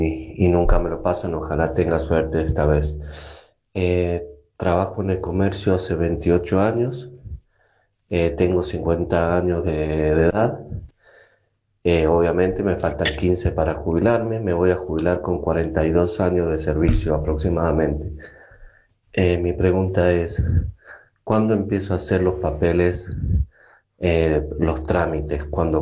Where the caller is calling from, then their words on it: San Juan, Argentina; de San Juan